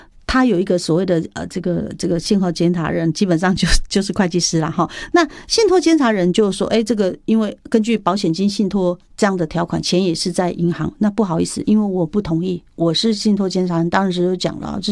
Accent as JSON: {"language": "Chinese", "country": "Taiwan", "said": "我们台湾人"}